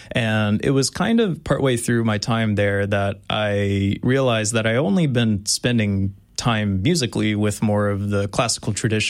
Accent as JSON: {"language": "English", "town": "Lafayette", "region": "Louisiana", "country": "United States", "tie": "born or raised there", "also_born_or_lived": "Baton Rouge", "said": "So born and raised in Lafayette, Louisiana, just one of the neighborhoods just south of the mall, Mall of Louisiana down, or not Mall of Louisiana, Mall of Acadiana, right? Sorry. I lived in Baton Rouge for some time"}